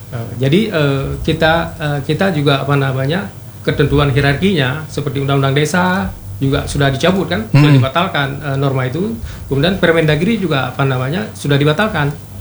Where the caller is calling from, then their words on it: Indonesia; Di Pusung Baru, Kecamatan Badas.